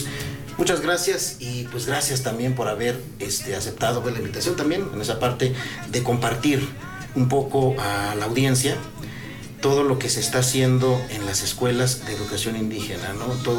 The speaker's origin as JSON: {"language": "Spanish", "area": "San Antonio, Acatepec", "region": "Puebla", "country": "Mexico", "tie": "born or raised there", "said": "originario de la comunidad de San Antonio, Acatepec, Xoquitlán, Puebla."}